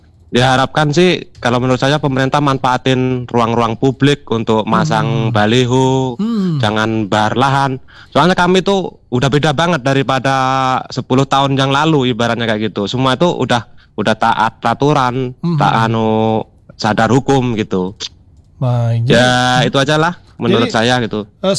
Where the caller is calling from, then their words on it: Air Gegas, Bangka Belitung Islands, Indonesia; Bangka Selatan.